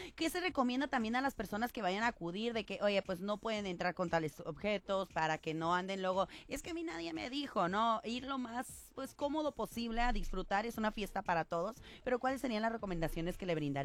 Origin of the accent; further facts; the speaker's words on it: Mexico; ese es un compromiso también de nosotros como mexicanos, de conocer nuestra historia